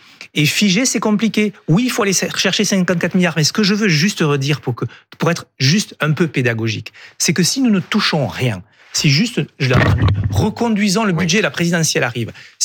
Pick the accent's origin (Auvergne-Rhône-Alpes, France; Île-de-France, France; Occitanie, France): Occitanie, France; En revanche, chez moi, en Ariège, je vous remercie de l'avoir rappelé